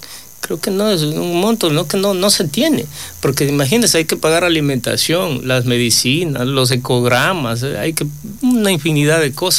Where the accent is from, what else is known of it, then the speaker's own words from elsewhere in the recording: Ecuador; nosotros somos también ecuatorianos.